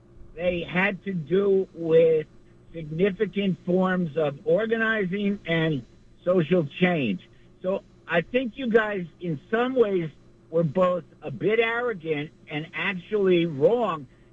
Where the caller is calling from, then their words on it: Montclair, New Jersey, United States; I'm calling from Bourget, Montclair.